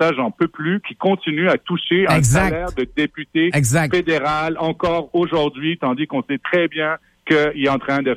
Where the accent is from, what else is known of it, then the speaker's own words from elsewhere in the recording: Sherbrooke, Quebec, Canada; Parce que, écoute, moi, je viens de Sherbrooke. Là, j'habite Sherbrooke.